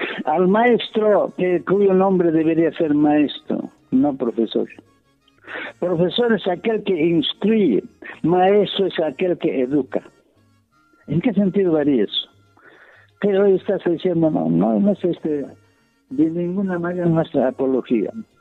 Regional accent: Acomayo, Cusco, Peru; en mi tierra, Pomayo.

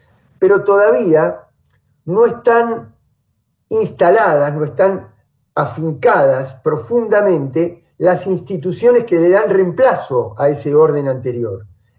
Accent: Argentina

